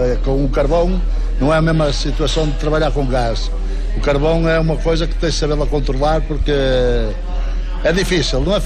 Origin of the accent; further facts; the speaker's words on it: Portugal; Spanish is a second language; now in Spain; yo como soy portugués